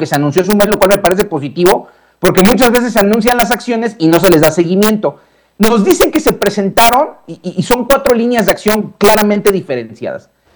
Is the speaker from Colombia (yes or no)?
no; Mexico